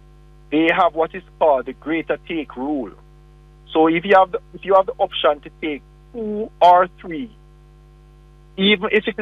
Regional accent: Jamaica

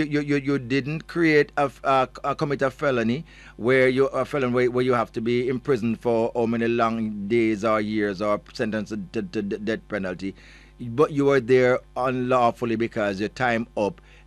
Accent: Jamaica

